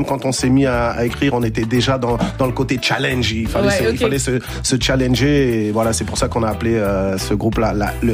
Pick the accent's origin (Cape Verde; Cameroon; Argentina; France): Cape Verde; Tu vois, moi, je suis originaire des îles du Cap-Vert, Benji est originaire du Congo.